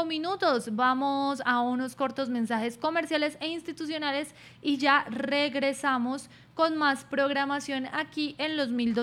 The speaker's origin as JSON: {"language": "Spanish", "country": "Colombia"}